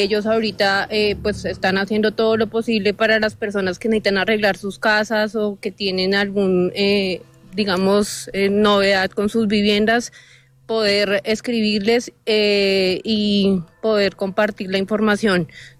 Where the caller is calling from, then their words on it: Madrid, Cundinamarca, Colombia; vivo en Madrid, venía de Bogotá